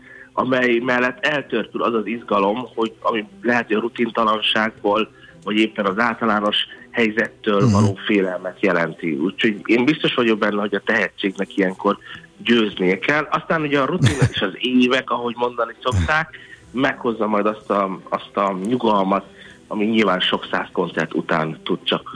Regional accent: Hungary; milyen nagy büszkeség nekünk magyarként

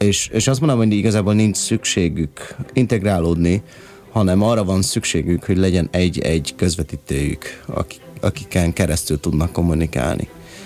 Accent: Hungary; also born or lived in Vienna, Austria; Hát ma itt nőttem föl igazából, úgyhogy 4 éves korom óta itt vagyok.

